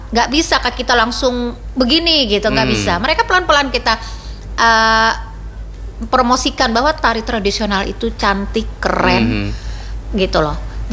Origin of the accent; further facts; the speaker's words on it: Kalimantan, Indonesia; kita orang Kalimantan bukan Melayu aja, tapi kita juga ada Dayaknya ya, Kak.